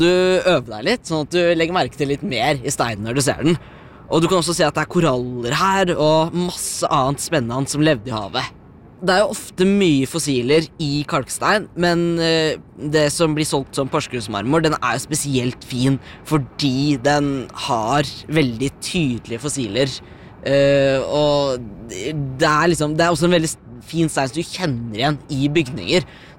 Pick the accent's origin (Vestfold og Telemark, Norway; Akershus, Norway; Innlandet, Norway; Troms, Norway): Vestfold og Telemark, Norway; Skien; Men jeg vokste opp på Skien-siden av kommunegrensa.